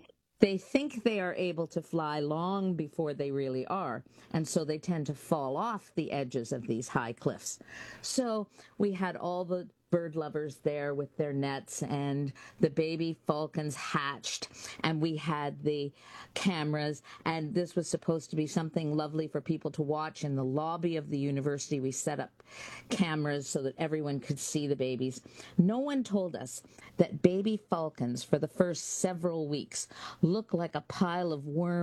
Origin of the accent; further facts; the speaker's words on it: Canada; that's why we are Canadian. Well, British then, but now Canadian.